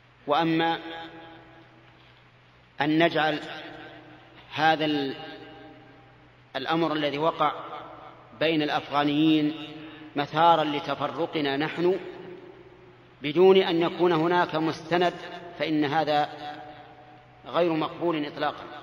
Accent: Saudi Arabia; هنا عندنا في السعودية

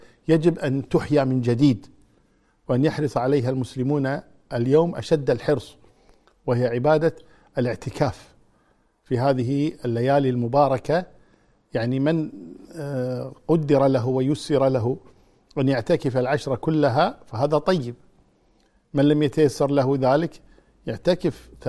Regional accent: Kuwait

